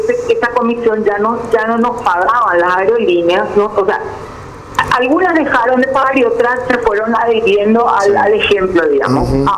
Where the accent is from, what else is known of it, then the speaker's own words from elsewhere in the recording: Paraguay; podemos llegar a ser locales nosotros los paraguayos.